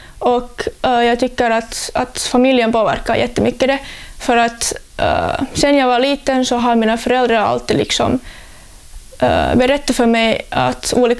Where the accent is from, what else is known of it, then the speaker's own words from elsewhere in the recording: Espoo, Uusimaa, Finland; jag känner mig nu att jag är ändå en kines fast jag har bott och levt här i Finland hela mitt liv.